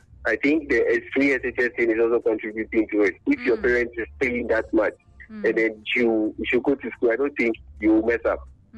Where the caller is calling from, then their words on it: Accra, Greater Accra, Ghana; I'm calling from Accra.